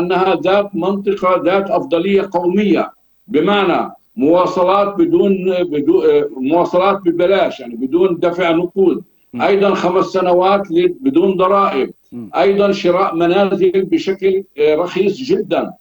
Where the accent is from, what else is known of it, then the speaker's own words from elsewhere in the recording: Palestine; ونحن كفلسطينيين